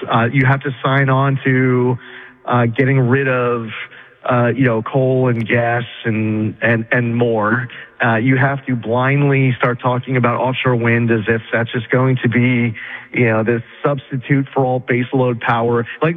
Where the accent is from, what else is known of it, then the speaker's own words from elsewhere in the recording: New York, United States; I'm from New York